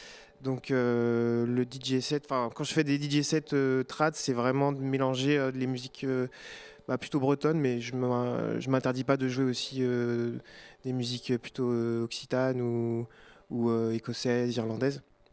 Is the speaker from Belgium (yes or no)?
no; Brittany, France; moi, ça, je suis breton, mes parents et mes grands-parents aussi, pour le coup. Et du coup, j'ai un peu baigné dans la musique bretonne quand j'étais enfant.